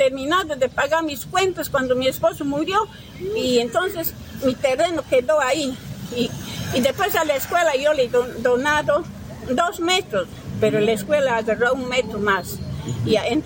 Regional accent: Maceda, Galicia, Spain; que me lo compre en Maceda, porque mi Maceda es mi tierra y mi sitio de venta y de trabajo

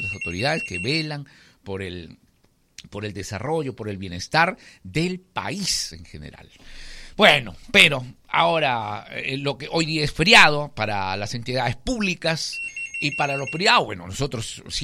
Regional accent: Peru

